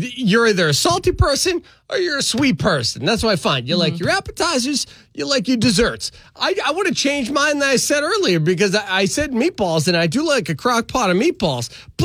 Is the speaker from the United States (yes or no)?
yes; Massachusetts, United States; born there; moved away; Well, because I was born in New England. I was born in Massachusetts.